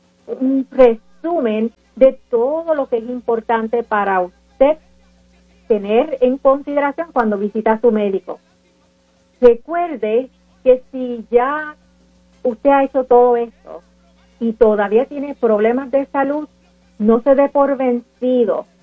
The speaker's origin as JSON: {"language": "Spanish", "country": "Puerto Rico", "said": "Yo en mi diario vivir, mi comida, hay elementos de donde yo soy, Puerto Rico."}